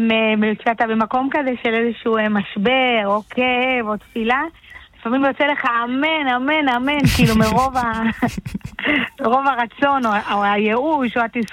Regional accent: HaZorea, Northern District, Israel; born there

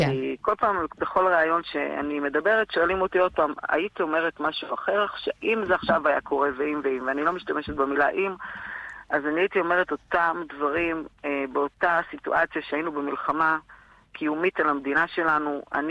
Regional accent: Haifa, Haifa District, Israel; born there; נולדתי ב-1966 בחיפה, מקום מאוד מסודר

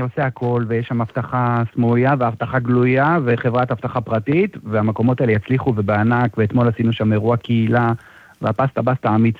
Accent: Herzliya, Tel Aviv District, Israel; born or raised there

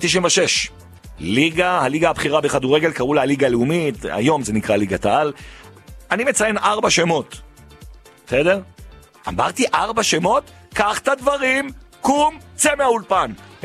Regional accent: Jerusalem, Jerusalem District, Israel; כי אני ירושלמי.

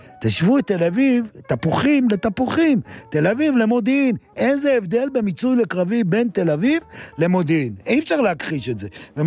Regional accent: Modiin, Central District, Israel; לא רק עם דתיים, אפילו שאני בא מהבית הזה, אני בא ממודיעין. זאת עיר שיש בה רוב חילוני

